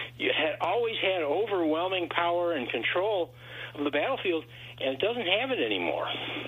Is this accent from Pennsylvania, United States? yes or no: no; Michigan, United States; now in Pittsburg, Kansas, United States; I'm also from the Great Lakes area. I'm in Kansas now, but I grew up in Michigan.